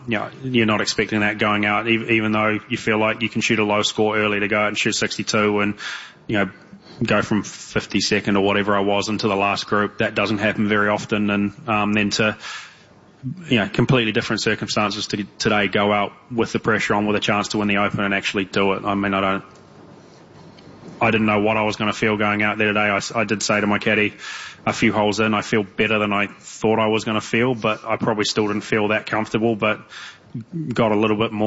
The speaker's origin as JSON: {"language": "English", "country": "New Zealand", "tie": "born or raised there", "said": "growing up in New Zealand, we play in a fair bit of wind"}